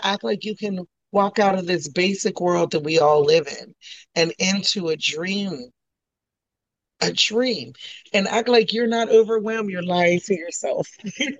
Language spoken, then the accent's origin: English; Phoenix, Arizona, United States; also born or lived in Pittsburgh; And I myself am one of those rare people where I was born in Pittsburgh, raised in Phoenix. I can take extreme heat, I can take extreme cold